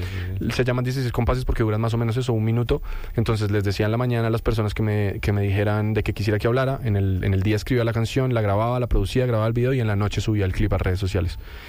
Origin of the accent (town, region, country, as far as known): Colombia